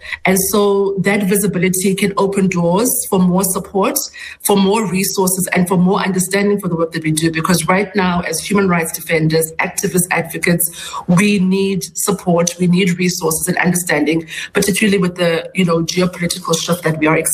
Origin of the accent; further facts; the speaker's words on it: Port Elizabeth, Eastern Cape, South Africa; I was born in Port Elizabeth, and I come from one of the most, you know, less privileged communities